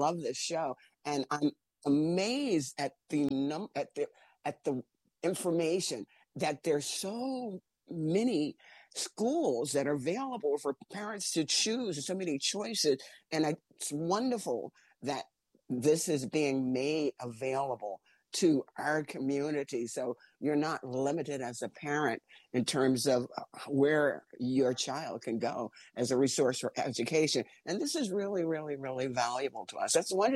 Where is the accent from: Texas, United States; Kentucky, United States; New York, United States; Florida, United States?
New York, United States; I'm from New York. There's a huge Haitian community in New York.